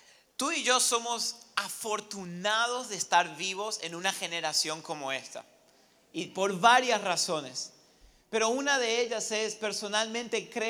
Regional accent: Paraguay; also born or lived in Argentina; now in Oklahoma, United States; soy argentino de nacimiento, pero me crié en la bella tierra de Paraguay.

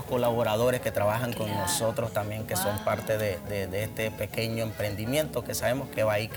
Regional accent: Herrera, Panama; somos de la provincia de Herrera.

